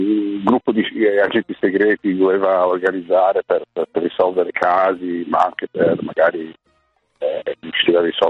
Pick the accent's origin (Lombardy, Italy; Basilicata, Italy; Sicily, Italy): Lombardy, Italy; Milan; io sono di Milano